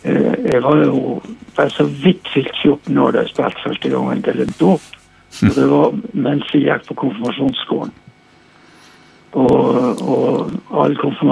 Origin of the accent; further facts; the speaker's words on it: Hemnesberget, Nordland, Norway; moved away as an adult; also born or lived in Sund / Mo i Rana / Bergen; Og den første er Hemnes, men det åpner jo med at jeg var 3 år da vi flyttet her fra Sund, så jeg født der.